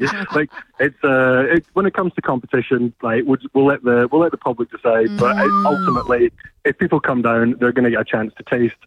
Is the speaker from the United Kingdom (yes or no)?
yes; Scotland, United Kingdom; now in Australia; I am an import, a bit of a ringer. So it's funny talking to Australians about barbecue as a Scot.